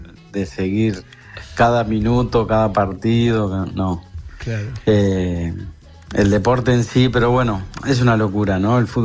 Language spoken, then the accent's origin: Spanish; Uruguay; moved away; yo cuando me fui en 1999, me fui de Uruguay, yo no había probado un alcaucil.